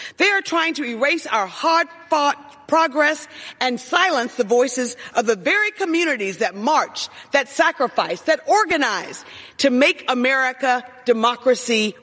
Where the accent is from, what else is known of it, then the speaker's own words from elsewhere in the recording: Selma, Alabama, United States; I grew up in Selma in the shadow of the civil rights movement.